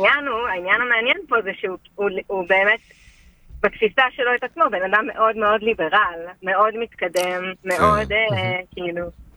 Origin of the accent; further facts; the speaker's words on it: Southern District, Israel; לא, הוא לא היה בקפלן, אנחנו קיבוצניקים מהנגב, זה רחוק לו.